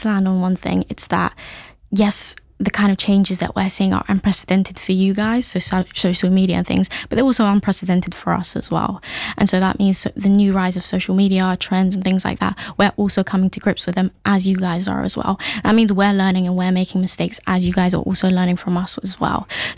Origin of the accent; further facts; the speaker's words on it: London, United Kingdom; also born or lived in Hackney; So I grew up in Waltham Forest. I spent some parts of my childhood in Hackney also.